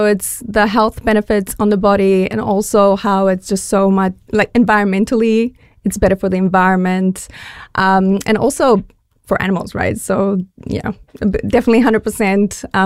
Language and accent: English; Bulgaria; now in New Zealand; I'm originally from Bulgaria, and that's a big meat-eating culture.